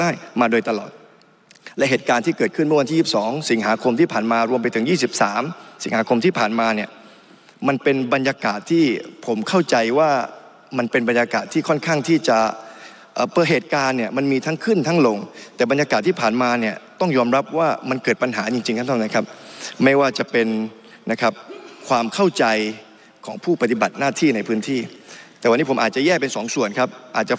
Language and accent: Thai; Yala, Thailand; ผมเองในฐานะคนในพื้นที่ที่เกิดที่ยะลานะครับ